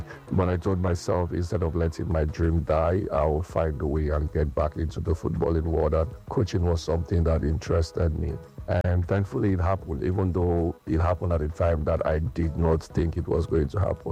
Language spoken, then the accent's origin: English; Benue, Nigeria; I am from Benue State.